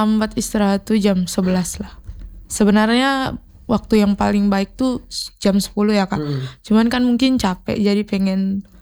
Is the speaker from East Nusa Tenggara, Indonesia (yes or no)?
yes; East Nusa Tenggara, Indonesia; Itu kami dari NTT, saya membawa adik-adik itu kurang lebih ada 5 orang.